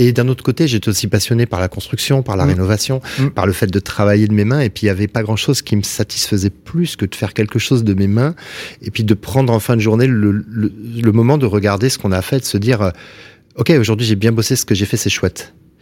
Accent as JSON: {"language": "French", "town": "Toulouse", "region": "Occitanie", "country": "France", "said": "J'étais vraiment tout gaffette, comme on dit chez nous à Toulouse."}